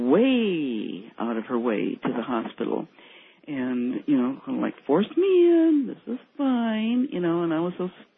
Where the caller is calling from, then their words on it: Portland, Oregon, United States; I'm calling from Portland, Oregon.